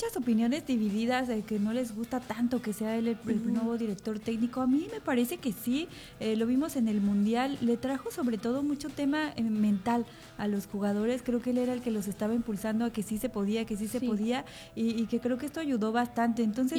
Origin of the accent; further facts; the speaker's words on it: Mexico; porque como todo mexicano, que no pierde la esperanza que Cadillac algún día pues sea el mejor equipo.